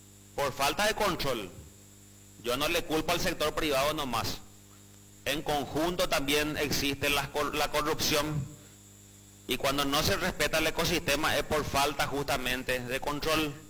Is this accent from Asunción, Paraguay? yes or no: yes; Asunción, Paraguay; Yo soy de Capital